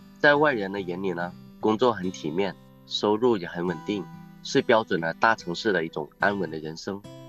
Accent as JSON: {"language": "Chinese", "region": "Hainan", "country": "China", "tie": "born or raised there", "also_born_or_lived": "Hangzhou", "moved": "as an adult", "said": "然后真正下定决心回到海南，一方面是对家乡的一种牵挂，海南的山山水水，还有空气，还有这种乡土情怀一直都在我心里，"}